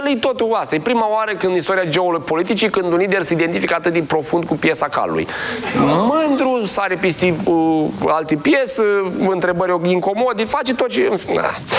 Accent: Romania; ca români

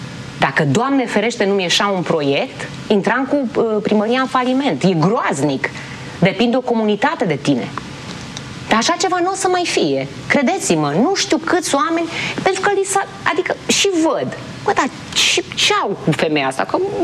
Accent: Romania; Sunt o româncă, îmi iubesc țara asta și muncesc pentru ea.

